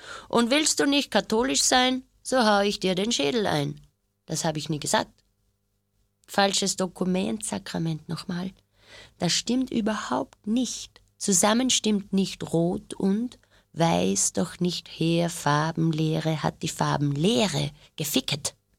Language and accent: German; Mauthausen, Upper Austria, Austria; now in Vienna, Austria; Also ich bin in der Nähe von Linz aufgewachsen, Mauthausen, und bin halt in Linz in die Schule gegangen